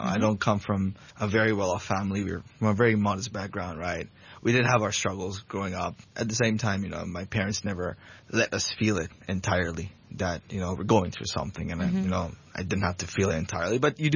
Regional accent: Bangladesh; English is a second language; moved away as an adult; now in Hong Kong

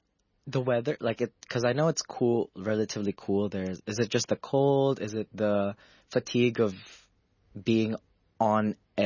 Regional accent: Hong Kong; born there; we just talk about our lives as Filipinos growing up in Hong Kong.

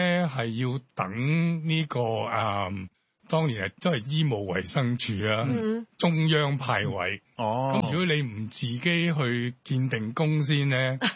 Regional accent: Hong Kong; 我喺長洲長大㗎。

